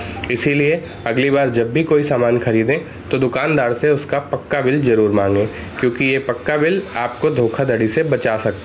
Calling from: Kanpur, Uttar Pradesh, India; मैं कानपुर के नवस्था क्षेत्र का निवासी हूँ।

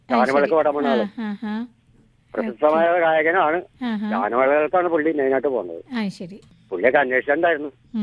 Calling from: Alangad, Kerala, India; Alangad Varapuzha.

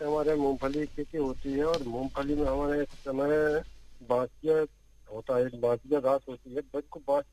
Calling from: Mahoba, Uttar Pradesh, India; महोबा में है, ये हमारे जिला में है

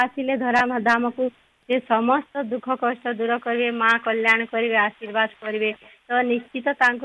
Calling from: Bargarh, Odisha, India

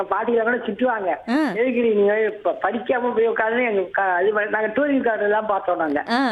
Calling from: Chengalpattu, Tamil Nadu, India; Chenneri, Chengalpattu.

